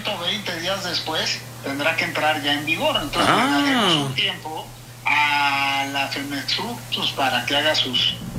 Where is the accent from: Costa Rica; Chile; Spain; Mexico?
Mexico; Veracruz; Ahora, como buen veracruzano, pues claro que me encantaría ver al Tiburón otra vez.